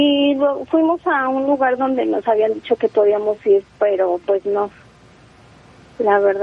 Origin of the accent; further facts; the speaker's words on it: Morelia, Michoacán, Mexico; soy de aquí, de Morelia.